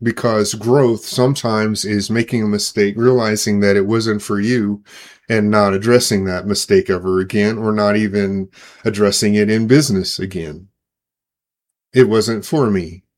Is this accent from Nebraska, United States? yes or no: yes; Omaha, Nebraska, United States; now in Denver, United States; but he's also working in Omaha, Nebraska, which happens to be my hometown.